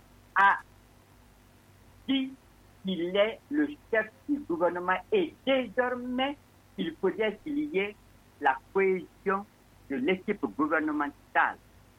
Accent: Lola, Nzérékoré Region, Guinea; chez moi, à Lola, il y a des villages

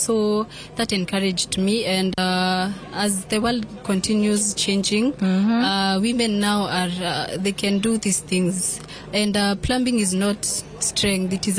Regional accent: Kikuyu, Kiambu County, Kenya; Mimi nimetoka Kikuyu. I'm from Kikuyu.

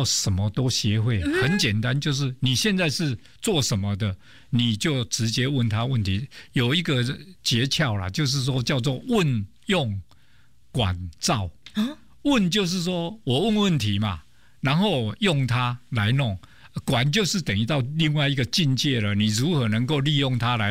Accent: Kaohsiung, Taiwan; born there; 因为我来自于比较就是传统的家庭，高雄嘛，然后家里不是特别好，但是也被照顾的很多

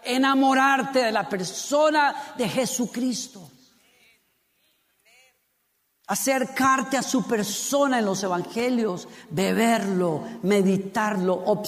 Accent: Costa Rica; now in United States; Cuando yo llegué a los Estados Unidos, yo vengo de Costa Rica, para los de ustedes que no saben, Tiquicia, como le decimos allá.

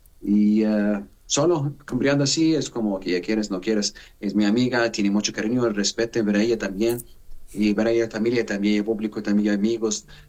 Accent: Mexico; Tengo obligación como mexicano en diciembre. Quiero visitar a mi familia y regresar otra vez para continuar mi trabajo aquí y mis negocios.

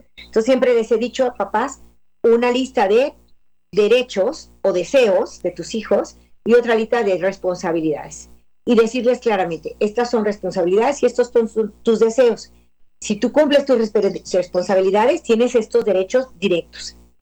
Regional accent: La Paz, Baja California Sur, Mexico; estaban de misioneros en La Paz, Baja California, donde yo nací y viví mis primeros años.

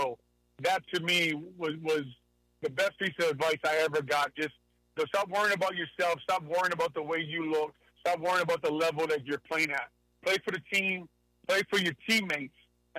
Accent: Hawaii, United States; moved away as an adult; I hadn't left the island a lot at that time. I grew up in Hawaii. I considered myself a real island boy at that time. I still consider myself an island boy

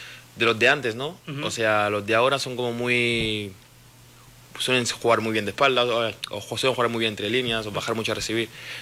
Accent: Barcelona, Catalonia, Spain; Yo soy de Barcelona, pero mi equipo siempre es el Real Madrid

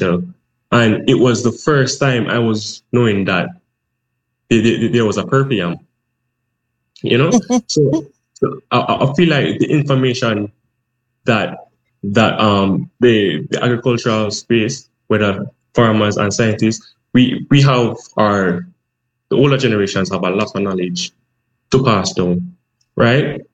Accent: Linstead, Saint Catherine, Jamaica; And I grew up in Linstead, St. Catherine, which is pretty rural.

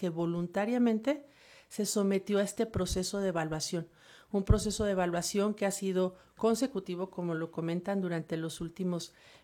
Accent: Mexico

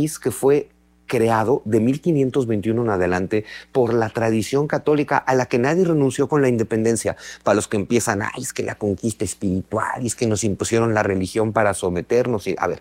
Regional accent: Mexico; país donde el 94% de los habitantes somos hispanohablantes nativos. Somos un país hispanohablante. Nuestra forma de hablar español está llena de mayismos y nahuatlismos. ¿Por qué? Porque somos un país profundamente mestizo desde 1521.

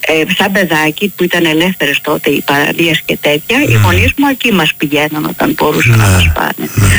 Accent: Argyroupoli, Attica, Greece; moved away; Ο μπάς μου ο συγχωρεμένος μας είχε κάνει σπίτι στην Αργυρούπολη. Το πατρικό μου είναι στην Αργυρούπολη. Βέβαια η Αργυρούπολη, επειδή έχω ζήσει από παιδάκια και όταν ήταν χωράφια ακόμη.

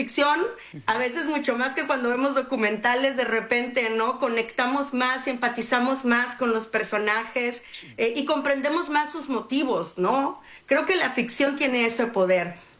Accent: Mexicali, Baja California, Mexico; el barrio en el que yo crecí, ¿no? Que es una colonia popular acá en Mexicali.

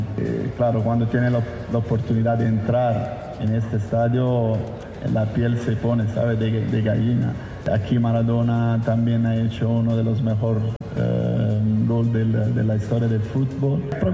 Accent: Italy; Spanish is a second language; Como italiano aquí he vivido algún momento muy bueno

